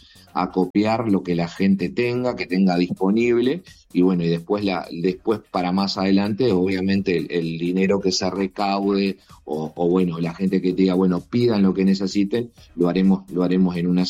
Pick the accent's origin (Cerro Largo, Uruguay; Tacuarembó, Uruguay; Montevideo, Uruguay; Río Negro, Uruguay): Tacuarembó, Uruguay; la camiseta de tacuarembuense la he llevado a toda mi vida